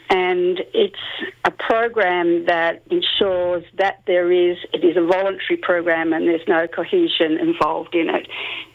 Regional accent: Sydney, New South Wales, Australia; born there; also born or lived in Melbourne; now in Canberra, Australia; Yes, I was born in Sydney, moved to Canberra and then moved to Melbourne for a while and then moved back to Canberra.

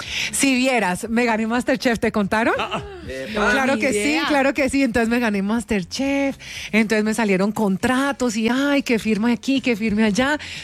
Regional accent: Popayán, Cauca, Colombia; also born or lived in Paris, France; Mira, yo crecí en Popayán. Cauca.

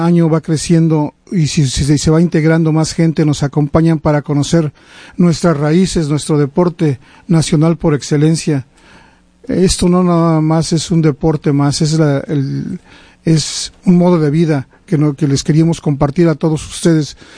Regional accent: Jocotitlán, State of Mexico, Mexico; now in Washington, United States; Yo soy del estado de México, de un pueblo que se llama Jocotitlán.

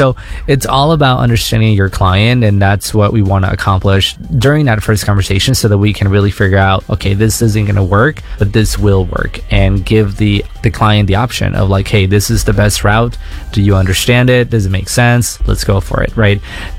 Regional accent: Tucson, Arizona, United States; I grew up here in Tucson. I went to Mountain View High School. I went to U of A.

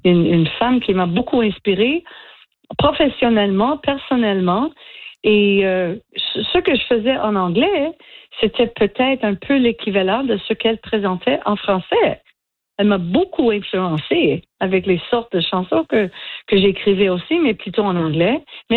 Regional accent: Canada; Je suis acadienne canadienne, hein?

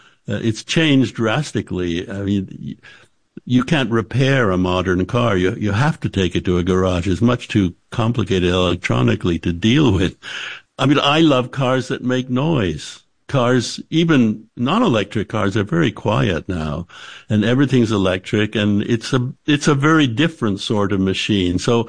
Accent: Canada; born or raised there

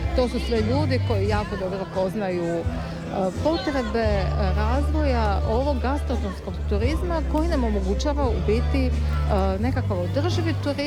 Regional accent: Zadar County, Croatia

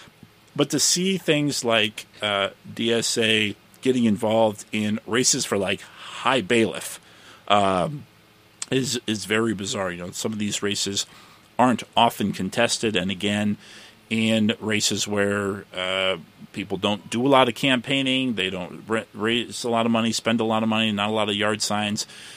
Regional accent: Shoreham, New York, United States; I remember one person I talked to in Shoreham, my hometown, where my family still lives.

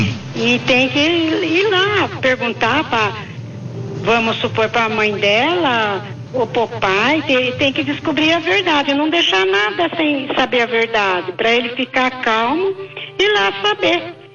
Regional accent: Penápolis, São Paulo, Brazil; born there; now in Jundiaí, Brazil; Penápolis.

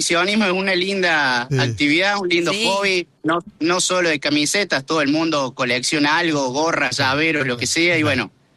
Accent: Arroyito, Córdoba, Argentina; accent: tonada cordobesa; De Arroyito, Córdoba, a 120 kilómetros de la capital.

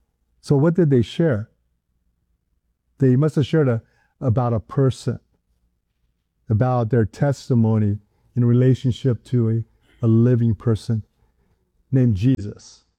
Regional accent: Hawaii, United States; I grew up in Hawaii. I was in Hawaii, and that's where I went to school.

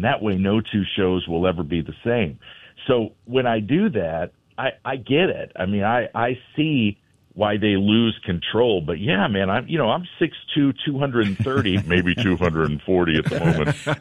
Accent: St. Louis, Missouri, United States; the fact that I was from St. Louis

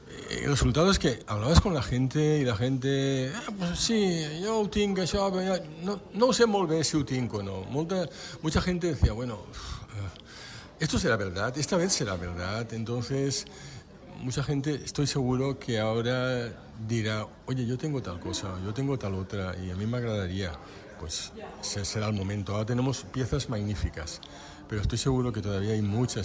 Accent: Valencia, Valencian Community, Spain; Sí, yo soy fill del Cañamelar. Sí, yo soy de este barrio, con lo cual es una doble fortuna estar en este proyecto.

